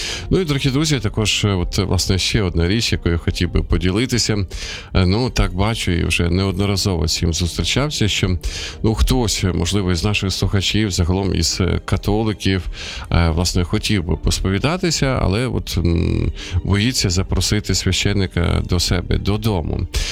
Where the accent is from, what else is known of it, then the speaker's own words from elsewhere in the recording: Sumy Oblast, Ukraine; моя рідна Сумська область